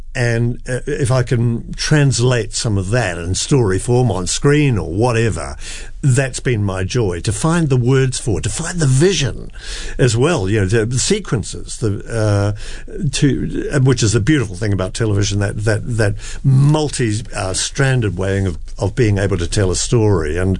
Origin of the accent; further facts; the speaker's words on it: New Zealand; as a New Zealander.